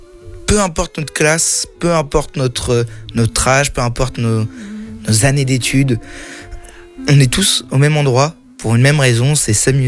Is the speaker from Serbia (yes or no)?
no; Normandy, France; dans une région que je connaissais pas, la Vendée. Je viens de Normandie.